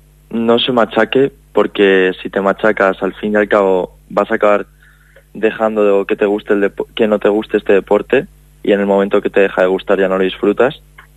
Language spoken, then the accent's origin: Spanish; Aragon, Spain; poder dar el pregón de las fiestas de mi pueblo.